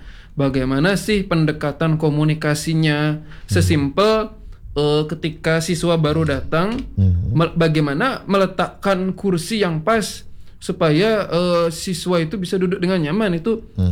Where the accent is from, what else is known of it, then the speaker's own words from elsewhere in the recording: Bali, Indonesia; Jadi bagaimana kita sebagai orang Bali, kita melestarikan budaya Bali melalui musik tradisional misalnya